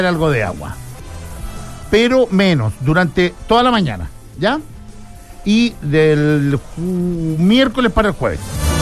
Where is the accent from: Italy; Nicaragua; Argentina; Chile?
Chile; Catemu, Valparaíso; Hola, soy de Catemu.